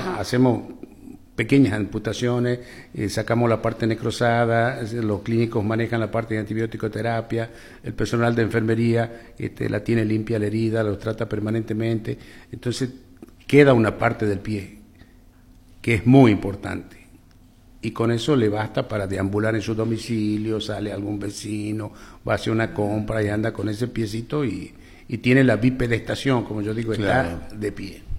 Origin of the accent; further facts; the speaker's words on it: Frías, Santiago del Estero, Argentina; moved away as an adult; also born or lived in Tucumán / Buenos Aires; now in Santiago del Estero, Argentina; yo soy oriundo de Frías.